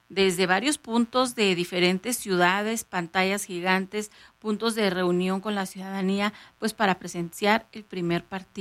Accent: Mexico; Lo decimos de verdad con mucho orgullo de que somos mexicanos y que nos... A mí en lo personal me encanta ser mexicana.

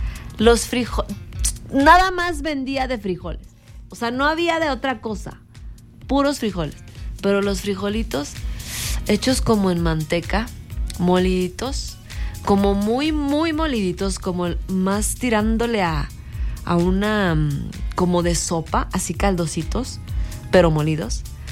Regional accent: Mexico; ¿Sí o no somos así los mexicanos?

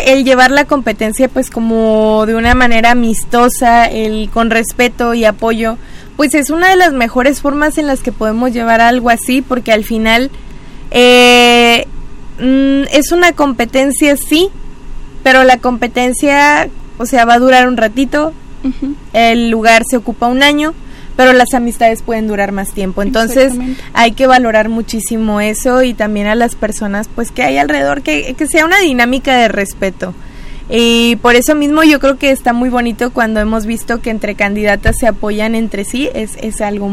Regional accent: Melchor Múzquiz, Coahuila, Mexico; somos de aquí de Melchor Musquiz

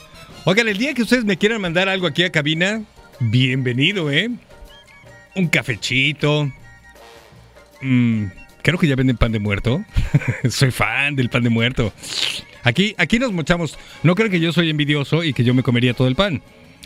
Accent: Mexico; ojo, somos mexicanos, sabemos cómo es el business

